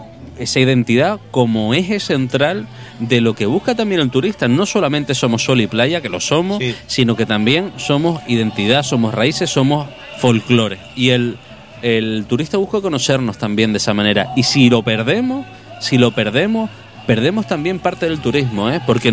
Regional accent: Canary Islands, Spain

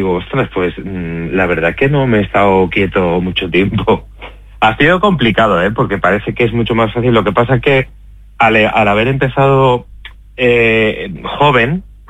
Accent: Gandia, Valencian Community, Spain; moved away as an adult; now in Madrid, Spain; soy valenciano, aunque vivo en Madrid hace 27 años

